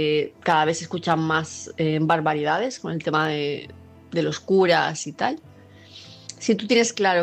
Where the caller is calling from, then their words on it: Palma de Mallorca, Balearic Islands, Spain; de Palma de Mallorca